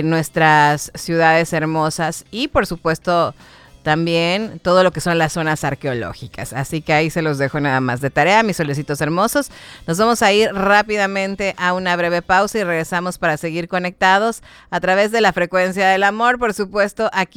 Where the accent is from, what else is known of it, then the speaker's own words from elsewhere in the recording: Mexico; born there; somos mexicanos y estamos orgullosos de haber nacido en este país tan bello y tan rico en muchas cosas, con tanta riqueza cultural, gastronómica y por supuesto tanta riqueza natural